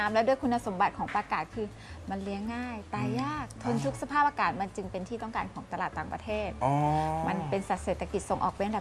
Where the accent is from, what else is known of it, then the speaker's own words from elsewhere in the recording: Nakhon Pathom, Thailand; ไม่มีงานทำแล้วก็เราก็มาเริ่มต้นที่บ้านเกิดที่จังหวัดนครปฐมที่เนี่ยค่ะ